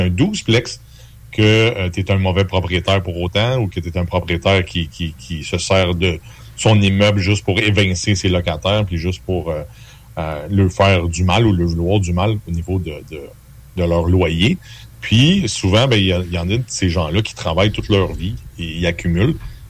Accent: Canada; on est Canadien, on habite au Canada, on veut changer de pays, c'est compliqué.

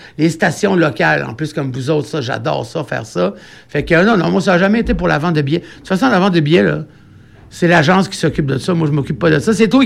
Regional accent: Quebec, Canada; moi, je suis un Gaspésien, fait que l'air de l'eau, moi, l'air salin, ça me prend ça, ça.

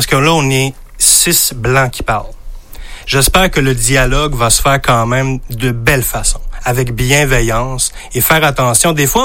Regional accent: France; now in Quebec, Canada; Moi, je viens de la France, là.

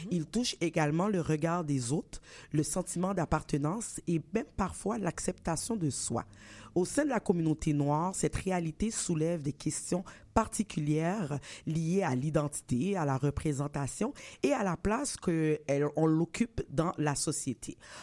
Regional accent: Montreal, Quebec, Canada; Nous, on a grandi à Rivière.

